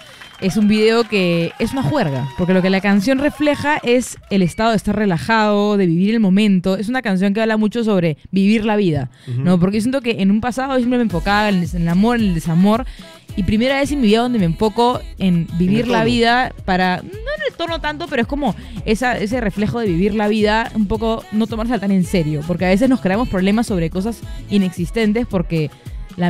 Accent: Peru; no, yo soy peruana.

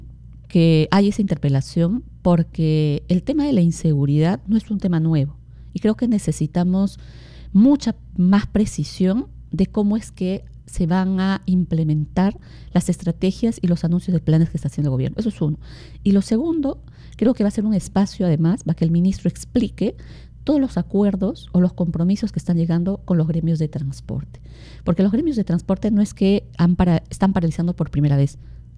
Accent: Cusco, Peru; Yo soy cusqueña, he vivido 10 años de comunidades

